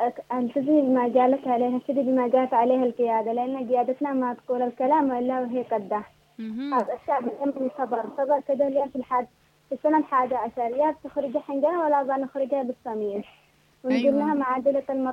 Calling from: Hodeidah, Al Hudaydah, Yemen; من الحديدة.

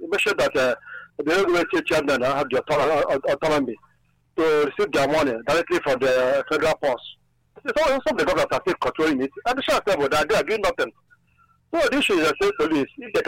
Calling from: Nigeria; I'm calling from Bunka, Yambo State.

